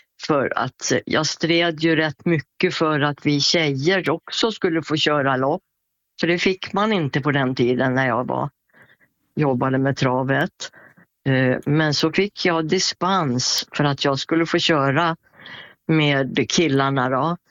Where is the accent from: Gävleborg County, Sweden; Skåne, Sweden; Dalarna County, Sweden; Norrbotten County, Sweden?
Dalarna County, Sweden; Borlänge; Så att annars körde jag ju hemma i Borlänge och på den travbanan.